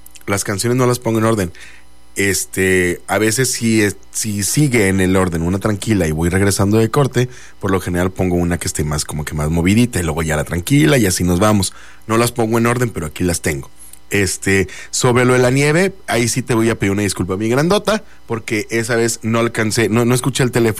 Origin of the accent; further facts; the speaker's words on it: Mexico; las dos mesas como buen mexicano